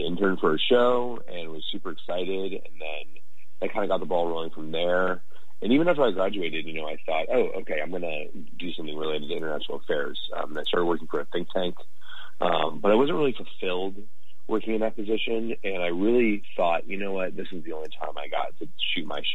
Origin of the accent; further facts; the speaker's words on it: Arlington, Virginia, United States; I'm from Arlington, Virginia.